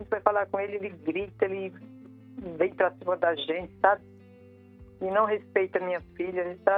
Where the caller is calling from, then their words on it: São Paulo, Brazil; eu falo aqui do Jardim Colorado, Capão do Imbira, Zona Leste, São Paulo.